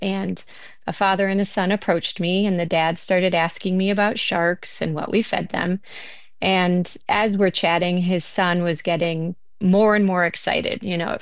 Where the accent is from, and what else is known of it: Wisconsin, United States